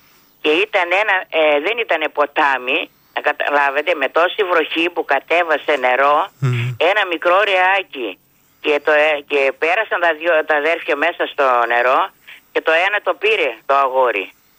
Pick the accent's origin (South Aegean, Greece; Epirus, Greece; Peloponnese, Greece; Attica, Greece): Epirus, Greece; Να ακουστεί για την Ήπειρο, την πατρίδα μου εδώ.